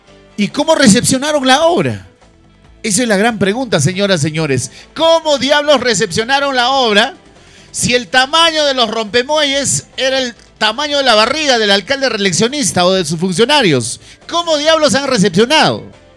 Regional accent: Huaraz, Ancash, Peru; el pueblo huaracino, la población que todos somos, de Huaraz, ciudad capital, turístico, paraíso natural

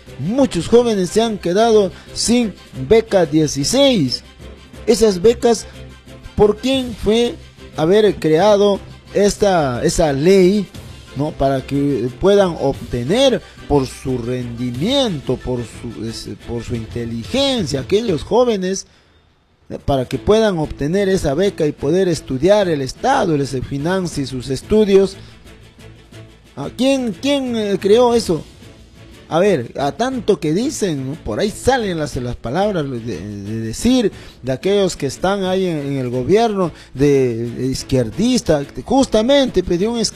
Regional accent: Peru; como un peruano más aquí

